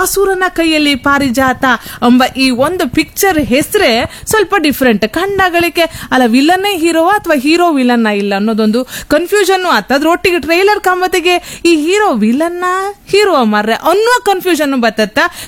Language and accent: Kannada; Kundapur, Karnataka, India; ನಮ್ಮೂರಿನವರೇ, ನಮ್ಮೂರಿನ ಟೀಮ್, ನಮ್ಮ ಕುಂದಾಪುರದ ಪುಣಕ್ ಮಕ್ಕಳ